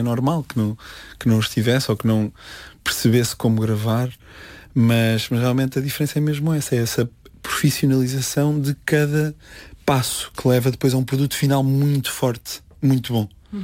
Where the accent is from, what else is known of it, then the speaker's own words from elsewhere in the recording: Coimbra, Centro, Portugal; Sim, sou de Coimbra